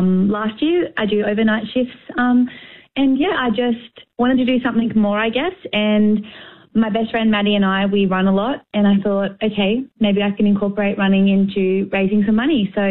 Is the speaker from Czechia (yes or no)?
no; Orange, New South Wales, Australia; So I'm 32. Born and raised in Orange.